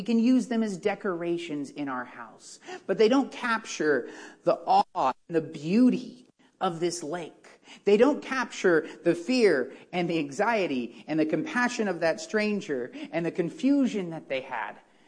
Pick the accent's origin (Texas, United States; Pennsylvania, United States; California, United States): California, United States; moved away as an adult; now in Colorado, United States; We had just moved to Colorado. It was 2018 in October. And we are from Southern California.